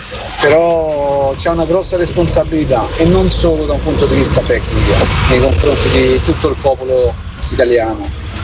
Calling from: Genoa, Liguria, Italy; da Genova.

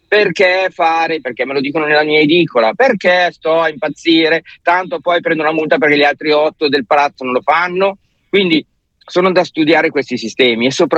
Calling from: Milan, Lombardy, Italy; da Milano. Non sono un romano, ovviamente

